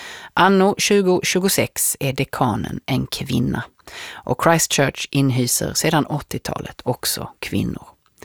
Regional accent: Lund, Skåne, Sweden; now in Oxford, United Kingdom; Jag är från Lund själv och van vid den sortens inhemska lite studentikosa traditioner, dubbelkvartar och så vidare.

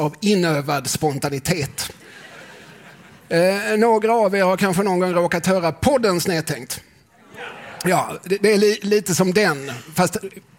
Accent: Lund, Skåne, Sweden

